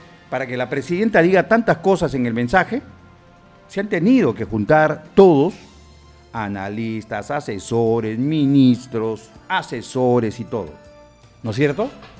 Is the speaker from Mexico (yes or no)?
no; Peru; somos los peruanos los que hemos dado el voto para este gobierno.